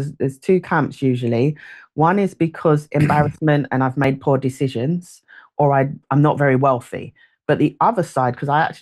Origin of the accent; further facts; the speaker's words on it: London, United Kingdom; I did not grow up with a silver spoon in my mouth. I grew up in Peckham and Brixton and tough areas.